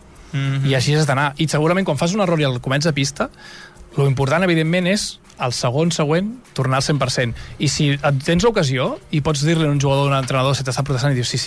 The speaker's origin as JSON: {"language": "Catalan", "region": "Catalonia", "country": "Spain", "said": "Jo pito un equip català contra un gallec i el pito jo, que sóc català, és indiferent."}